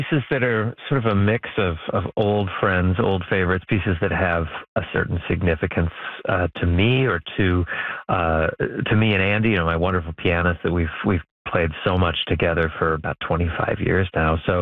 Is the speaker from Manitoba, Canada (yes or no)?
yes; Brandon, Manitoba, Canada; I mean, I grew up in Brandon, Manitoba, which is a very, very musical place. But of course, it's pretty isolated, and it's not on the typical international touring route for musicians.